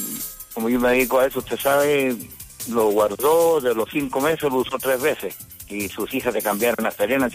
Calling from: Copiapó, Atacama, Chile; De Copiapó, amigo.

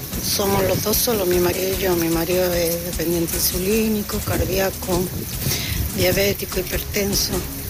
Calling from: Vallenar, Atacama, Chile; Soy de Vallenar.

